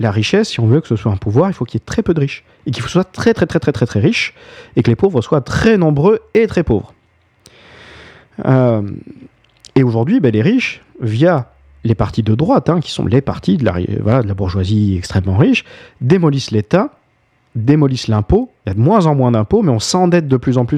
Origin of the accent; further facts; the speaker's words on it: France; chez nous, en France